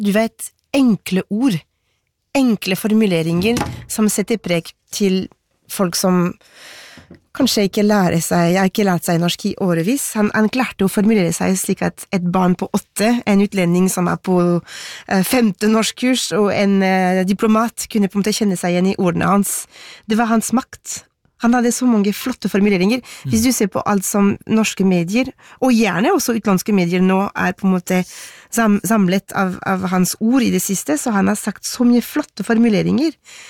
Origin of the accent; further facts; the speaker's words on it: Paris, Île-de-France, France; now in Norway; da jeg vokste opp i Paris, hvor jeg ble forklart at vi franskmenn